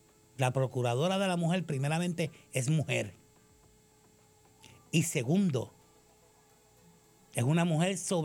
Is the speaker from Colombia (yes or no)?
no; Puerto Rico; como puertorriqueña que soy.